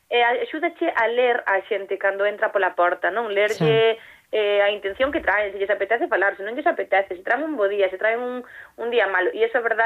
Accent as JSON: {"language": "Galician", "region": "Galicia", "country": "Spain", "said": "Non son de Melide, son dunha parroquia que está entre Teixeiro e Guitiriz, pero sí que traballei en Melide nunha biblioteca durante moito tempo"}